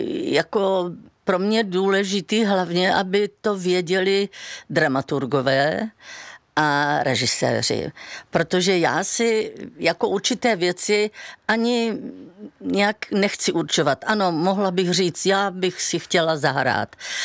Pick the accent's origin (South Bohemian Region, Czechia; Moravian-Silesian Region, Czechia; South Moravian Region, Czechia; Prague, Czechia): South Moravian Region, Czechia; Brno; já prostě jsem sice rodilý Brňák